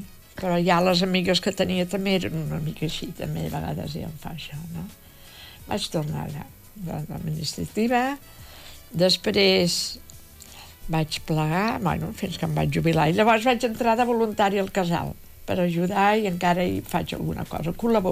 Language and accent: Catalan; Rubí, Catalonia, Spain; jo sóc filla de Rubí